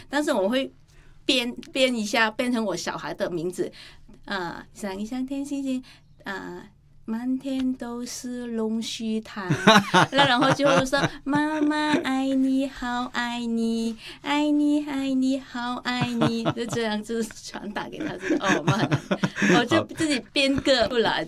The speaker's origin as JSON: {"language": "Chinese", "country": "Vietnam", "second_language": "Chinese", "moved": "yes", "said": "因为那时候他们猜，哦，你是从香港来吗？那时候他说新加坡来吗？我说不是，我是从越南来的"}